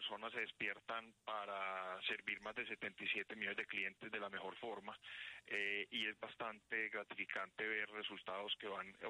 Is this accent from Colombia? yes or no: yes; Colombia; Tenemos como colombianos que seguir activos, permanentes, apoyando toda esta reconstrucción